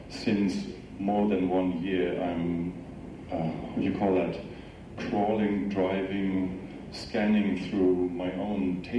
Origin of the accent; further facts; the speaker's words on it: Hamburg, Germany; English is a second language; I come from Hamburg, all the way far away.